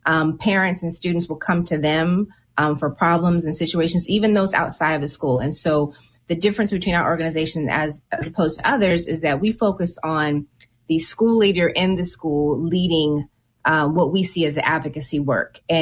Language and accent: English; California, United States; I grew up in California